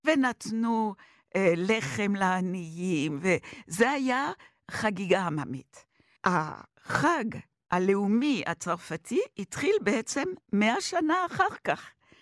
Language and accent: Hebrew; Paris, Île-de-France, France; אני צרפתיה בין צרפתים. יהודיה בוודאי, דתיה אגב. אני נולדתי בפריז למזלי, אני מאוהבת בפריז.